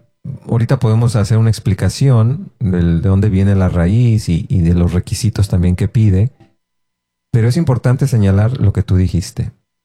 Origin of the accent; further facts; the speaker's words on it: Mexico; Porque sobre todo hablo de la cultura mexicana, ¿verdad? No solo porque somos mexicanos